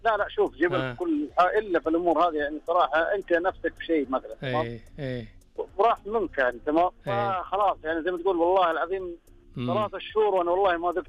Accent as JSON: {"language": "Arabic", "town": "Medina", "region": "Medina Province", "country": "Saudi Arabia", "said": "من مدينة منورة."}